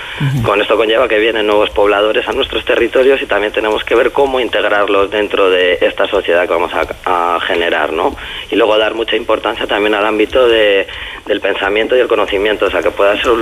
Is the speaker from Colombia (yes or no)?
no; Berlanga de Duero, Castile and León, Spain; also born or lived in Salamanca; pueblo de Berlangadero con una densidad de población de 800 habitantes, pues sí que realicé la ESO en mi pueblo, luego tuve que ir a Burgo de Osma, un pueblo más grande.